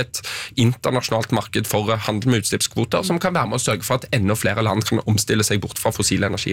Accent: Stavanger, Rogaland, Norway; der jeg kommer fra i Stavanger

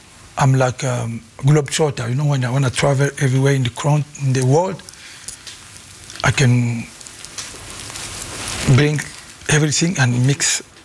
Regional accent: Kinshasa, DR Congo; first language Lingala; English is a second language; I never speak Swahili when I grew up in Kinshasa. I speak just Lingala, mm-hmm.

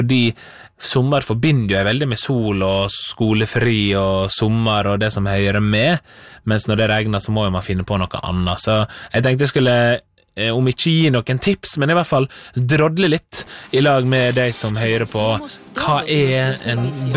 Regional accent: Møre og Romsdal, Norway; men som en ekte sunnmøring så fokuserer jeg på regnet.

